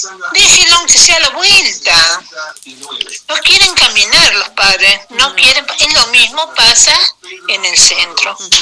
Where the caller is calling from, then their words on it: Argentina; de La Ribera.